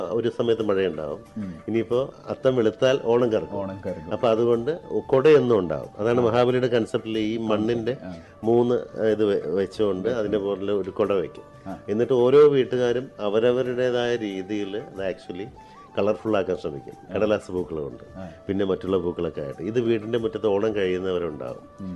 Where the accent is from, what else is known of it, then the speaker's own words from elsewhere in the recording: Palakkad, Kerala, India; നമ്മൾ മാതൂർ എന്ന് പറയുന്നത് പാലക്കാട് സൈഡിൽ.